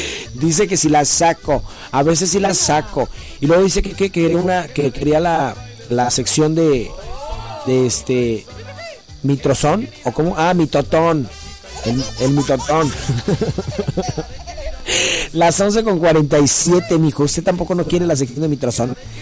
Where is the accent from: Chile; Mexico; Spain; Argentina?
Mexico; Ixtapa; Yo soy de Ixtapa, mijo, Yo soy de Ixtapa, de justamente de los meros tamarindos. Zona pesada, mijo. Zona pesada. De los tamarindos